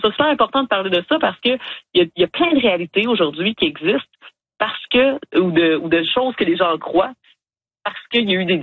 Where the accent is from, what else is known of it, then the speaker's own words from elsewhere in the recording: Sherbrooke, Quebec, Canada; moi je viens de Sherbrooke